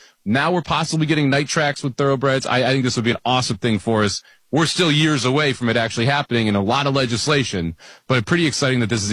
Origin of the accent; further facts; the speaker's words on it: Chicago, Illinois, United States; But my hometown, where I grew up watching horse racing in Hawthorne, at Balmoral, at Arlington